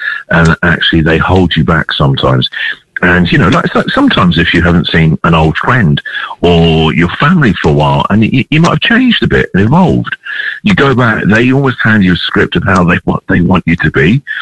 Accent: England, United Kingdom; moved away; I'm an English guy, the other side of the world.

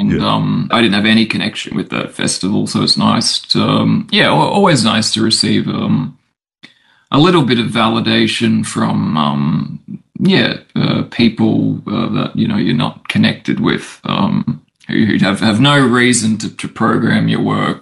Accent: Brisbane, Queensland, Australia

